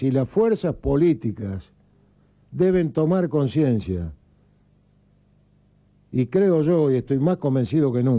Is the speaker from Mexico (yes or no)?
no; Argentina; A ver si nos empezamos a comportar como argentinos, si empezamos a sentir orgullo del suelo que pisamos